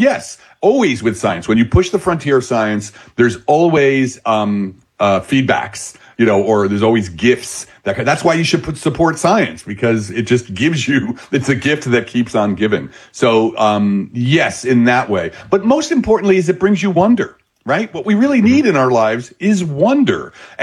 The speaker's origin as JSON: {"language": "English", "town": "Belleville", "region": "New Jersey", "country": "United States"}